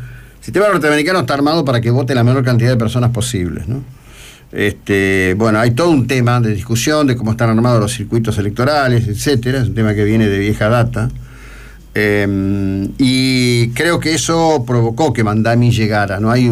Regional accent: Argentina; como argentino, formado en la cultura argentina al respecto del voto

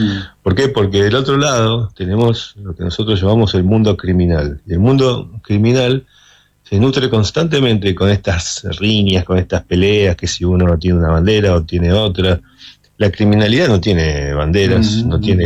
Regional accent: Argentina; indistintamente de la ideología que tengamos, cada uno de nosotros, somos argentinos

